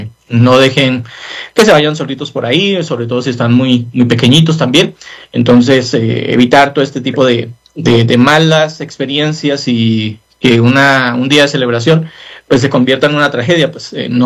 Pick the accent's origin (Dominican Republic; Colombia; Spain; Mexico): Colombia; En mi país, digamos, en Colombia, que un presidente esté haciendo campaña política es ilegal, es corrupción. Posiblemente aquí pues está bien visto, ¿no?